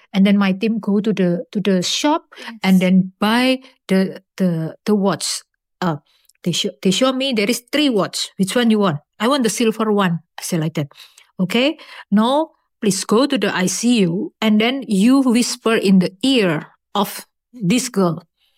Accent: Semarang, Central Java, Indonesia; English is a second language; I'm from Semarang, right?

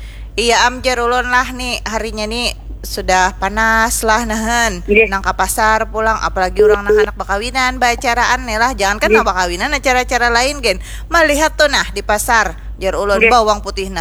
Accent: South Kalimantan, Indonesia; Kalau kita Banjar nggih, kalau Banjar.

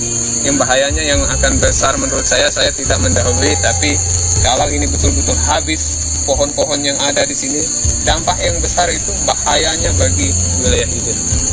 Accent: East Kalimantan, Indonesia; kami orang Dayak.

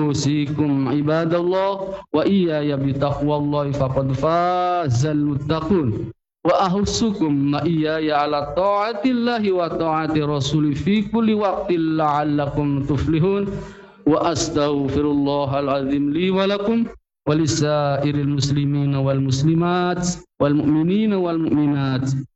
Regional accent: Banten, Indonesia; kita selaku orang Banten

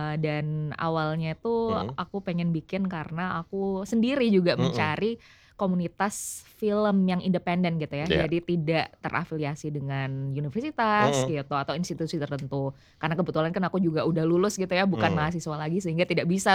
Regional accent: Surabaya, East Java, Indonesia; moved away as an adult; also born or lived in Jakarta; karena selama ini kan aku 5 tahun belakangan ini aku kerja di Jakarta. Jadi aku tinggal di Jakarta walaupun memang aku lahir dan besar di Surabaya gitu.

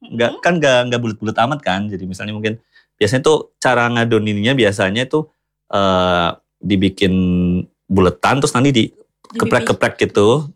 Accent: Banyumas, Central Java, Indonesia; accent: Ngapak (Banyumasan); kalau aku kan asli Banyumas.

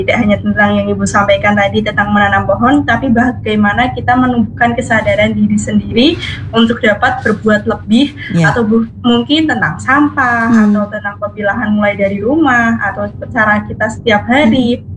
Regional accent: Sragen, Central Java, Indonesia; Ya, sebelumnya perkenalkan … asal saya dari Kabupaten Sragen

